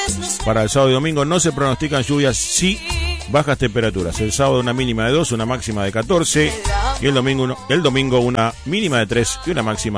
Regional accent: Uruguay; somos todos uruguayos.

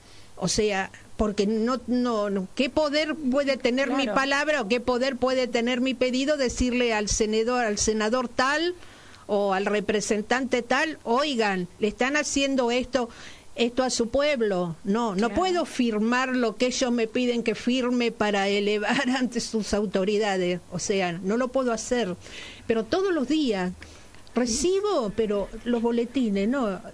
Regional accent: Argentina; Yo les contesto, no puedo. Yo soy ciudadana argentina.

